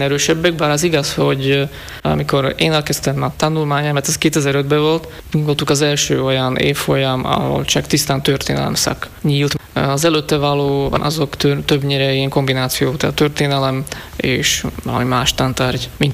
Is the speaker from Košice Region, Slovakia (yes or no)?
yes; Košice Region, Slovakia; a már nem létező Perényi, tehát a szülőfalom falusi könyvtárát